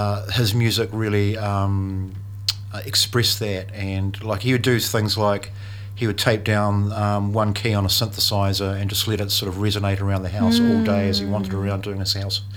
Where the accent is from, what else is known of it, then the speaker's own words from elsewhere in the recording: Dunedin, Otago, New Zealand; I grew up with him in Dunedin.